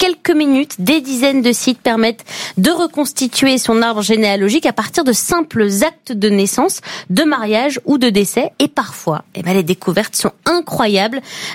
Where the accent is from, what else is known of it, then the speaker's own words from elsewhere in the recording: Russia; now in France; je viens de Russie, je pensais être la première française de ma famille.